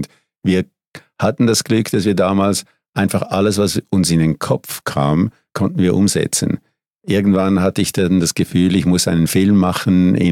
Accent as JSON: {"language": "German", "country": "Switzerland", "tie": "born or raised there", "said": "Also ursprünglich bin ich aus der Schweiz und mit einem portugiesischen Vater und einer Schweizer Mutter aufgewachsen."}